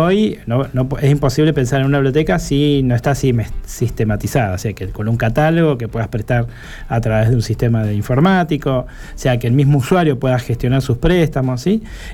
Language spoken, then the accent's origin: Spanish; Bahía Blanca, Buenos Aires Province, Argentina; also born or lived in Córdoba; Me fui a vivir a Córdoba para estudiar eso. Después volví de nuevo a Bahía Blanca. Como decías que soy de Bahía Blanca.